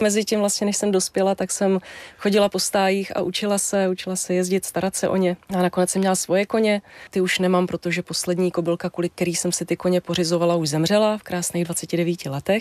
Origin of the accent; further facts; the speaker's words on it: Úpice, Hradec Králové Region, Czechia; moved away as an adult; also born or lived in Velké Svatoňovice; now in Údrnice, Czechia; k té Úpici zpátky, ono sice je to město, ale já jsem vyrůstala na jednom kopci u Úpice, kde jsme byli tři domy s dětma. Jinak tam vlastně nikdo nebydlel. Bydleli jsme tam uprostřed luk a lesů a bylo to skvělý.